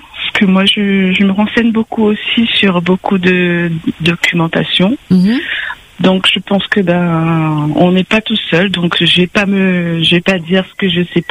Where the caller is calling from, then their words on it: La Possession, Réunion; Moi, je suis sur La Possession.